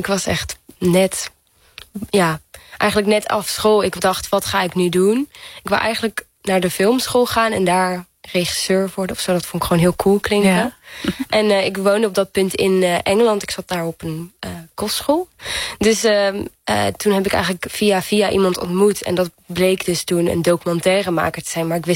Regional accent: Portugal; Maar ik heb 2 Nederlandse ouders. Maar ik ben geboren echt getogen in Portugal. En daar heb ik eigenlijk mijn hele leven opgegroeid.

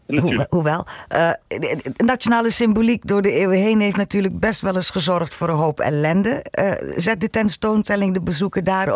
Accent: Netherlands; also born or lived in Malaysia; ik weet nog dat ik als klein kind in Maleisië op school zat en dan zei dat ik Nederlandse was.

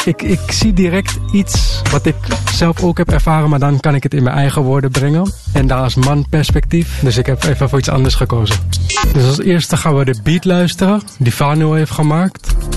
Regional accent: Edo, Nigeria; accent: Edo; om mijn nummers in het Engels te maken of Pidgin, Nigeriaans Engels. Je hebt heel veel dialecten. Mijn dialect is Edo.

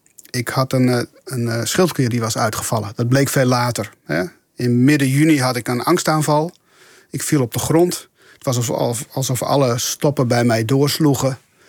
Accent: Friesland, Netherlands; Ik ben Fries, dus ik ben voor hen Heid.

